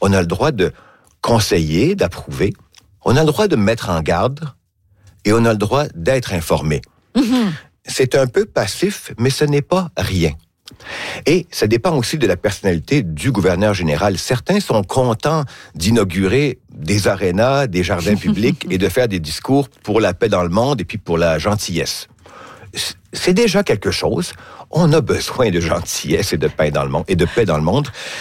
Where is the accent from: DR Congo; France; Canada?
Canada; chez nous, au Canada